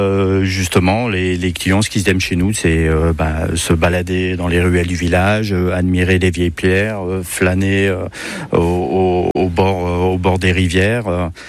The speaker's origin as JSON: {"language": "French", "region": "Nouvelle-Aquitaine", "country": "France", "tie": "born or raised there", "moved": "yes", "said": "Moi, du côté de Limoges."}